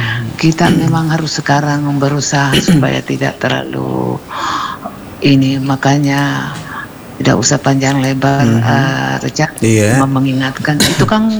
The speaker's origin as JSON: {"language": "Indonesian", "town": "Maros", "region": "South Sulawesi", "country": "Indonesia", "tie": "born there", "also_born_or_lived": "Pangkep", "said": "Paling parah memang di kampungku di Maros juga."}